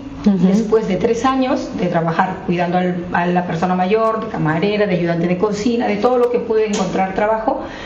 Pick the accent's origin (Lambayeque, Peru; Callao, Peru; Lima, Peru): Lima, Peru; moved away as an adult; now in Cantabria, Spain; Yo toda la vida vivo en Lima, que es como de Ciudad de México, alboroto total, o sea, una vida agitada. Llegas a Cantabria, a Pedreña, todo tranquilo, pueblo